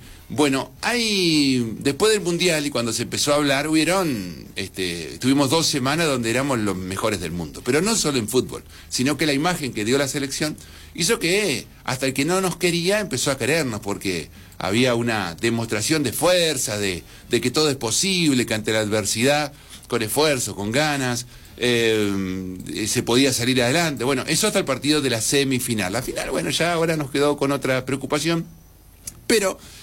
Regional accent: Argentina; si los argentinos somos discriminatorios a nivel general

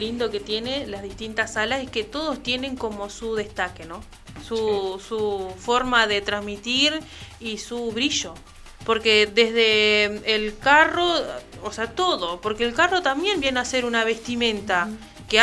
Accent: Baltasar Brum, Artigas, Uruguay; Yo soy de Baltasar Brum. Baltasar Brum queda a 45 kilómetros de Bella Unión. En el departamento de Artigas.

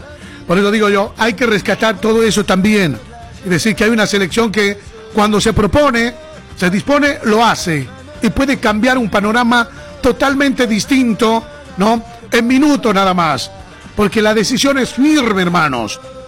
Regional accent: Bolivia; como bolivianos, ¿no?, hablando de nuestra selección.

